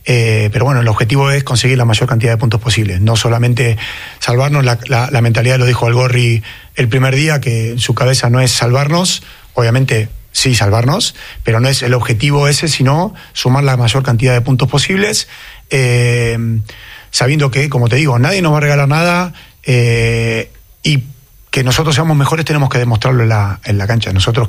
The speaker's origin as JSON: {"language": "Spanish", "country": "Argentina", "moved": "as an adult", "lives_now": "Spain", "said": "éramos 3 argentinos perdidos en el País Vasco"}